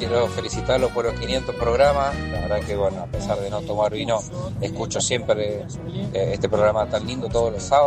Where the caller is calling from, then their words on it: Mendoza, Argentina; de Mendoza